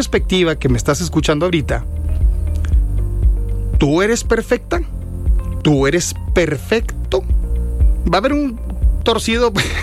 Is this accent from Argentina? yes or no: no; Mexico; Específicamente con nuestra cultura, como somos los mexicanos, nuestras tradiciones, nuestras historias